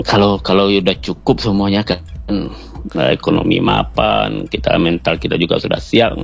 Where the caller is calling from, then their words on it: Solok, West Sumatra, Indonesia; Dari Alam Panjang.